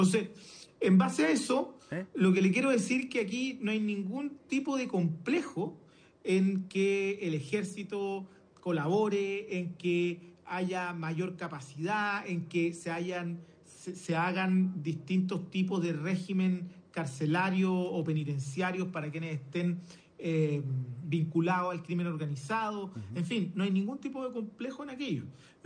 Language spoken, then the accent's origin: Spanish; Araucanía, Chile; Soy de la Araucanía.